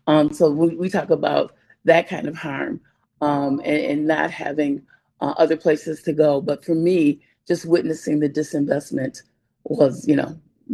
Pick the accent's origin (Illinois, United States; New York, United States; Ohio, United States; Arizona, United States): Illinois, United States; Evanston; So I grew up in the Fifth Ward. And it was a great place to grow up.